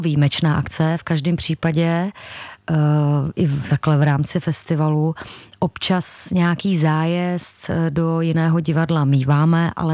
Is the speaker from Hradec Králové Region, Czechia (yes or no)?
yes; Hradec Králové, Hradec Králové Region, Czechia; já jsem vlastně v té době se vrátila do Hradce, do svého rodného města, a začala jsem tam pobývat většinu svého času